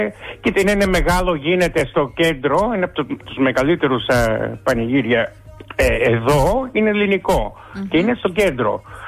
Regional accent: Greece; Εμείς όταν είμαστε μικρά σαν να ντρεπόμαστε να πούμε ότι είμαστε Έλληνες. Τώρα τα παιδιά μου όλα θέλουν. Και να σου πω, ειδικά η Κρητική, εγώ δεν είμαι από την Κρήτη

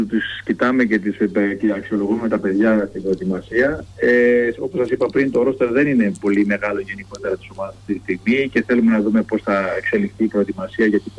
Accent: Kozani, Western Macedonia, Greece; είμαι και πάνω από την Κοζάνη

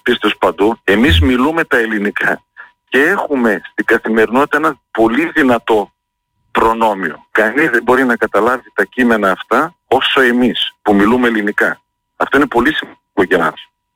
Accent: Greece; ως Έλληνες και Ορθόδοξοι

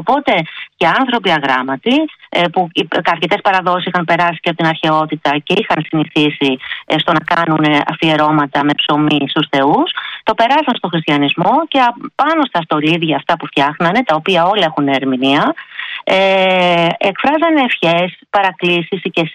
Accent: Kalyvia Thorikou, Attica, Greece; επειδή είμαι από τα Καλύβια

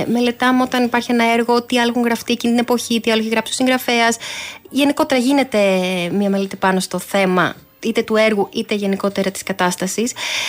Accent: Lamia, Central Greece, Greece; also born or lived in Pyrgos, Elis; Πρακτικά γεννήθηκα στη Λαμία

